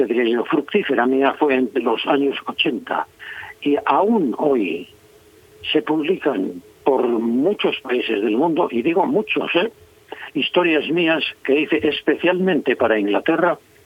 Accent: Valladolid, Castile and León, Spain; also born or lived in Cubillas de Santa Marta; Yo nací aquí, en Valladolid, uh-huh. Pero a los poquitos días fui trasladado a Cubillas de Santa Marta, donde mi padre era el maestro. Y uh-huh. Allí estuve hasta los 5 años

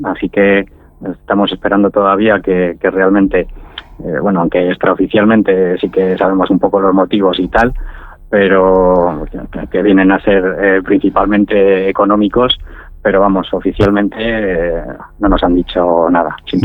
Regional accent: Canicosa de la Sierra, Castile and León, Spain; yo soy de Canicosa también

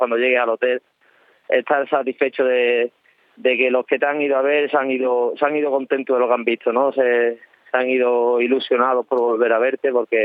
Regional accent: Seville, Andalusia, Spain; now in Salamanca, Spain; llevo varios años viviendo a Salamanca, pero yo, obviamente, yo soy de Sevilla

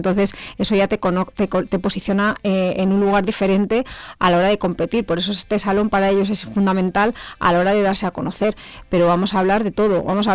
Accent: Toro, Castile and León, Spain; Yo soy de Toro, me encanta el vino de Toro.

